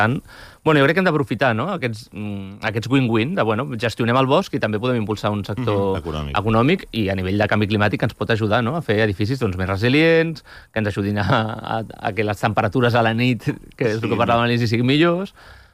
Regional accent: Catalonia, Spain

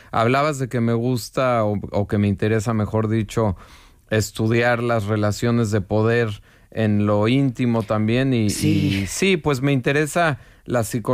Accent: Mexico; en este caso somos los mexicanos, porque también llevamos la inversión desde nuestro país, los que le damos el trabajo a los americanos

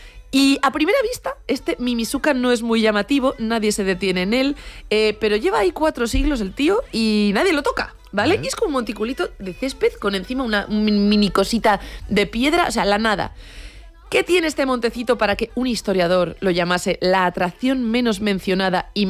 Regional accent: Madrid, Community of Madrid, Spain; Y a ti y a mí, Guillén, pues que somos de Aluche, esto nos pilla un poco lejos

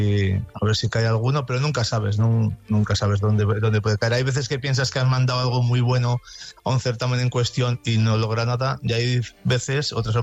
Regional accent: Haro, La Rioja, Spain; en el certamen San Felices del Bilibio, que además es de mi pueblo, en Aro, me dieron mi peso en vino.

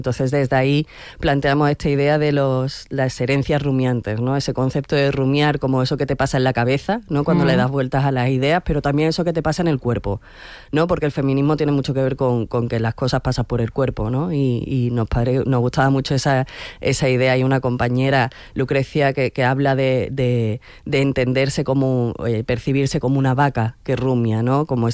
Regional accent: Andalusia, Spain; moved away as an adult; now in Barcelona, Spain; Yo soy andaluza y emigré a Cataluña para buscarme la vida después de terminar la carrera, como tantas otras andaluces.

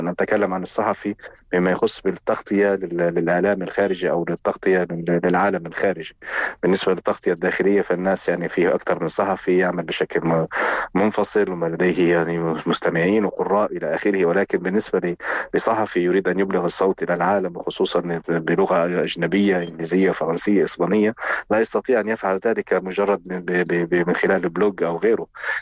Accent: Gaza, Gaza Strip, Palestine; أنا من غزة

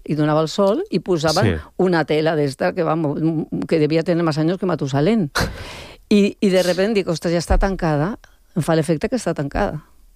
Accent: Barcelona, Catalonia, Spain; Pues jo recordo molt el meu barri.

